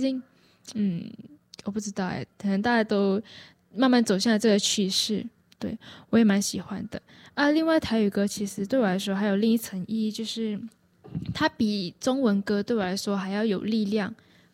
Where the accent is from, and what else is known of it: Malaysia; now in Taiwan